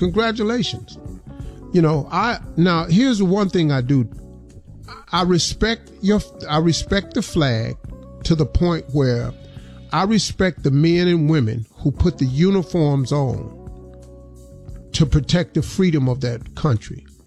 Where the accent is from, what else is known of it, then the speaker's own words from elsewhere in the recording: Welch, West Virginia, United States; I grew up in Welch, West Virginia. I saw colored only water fountains.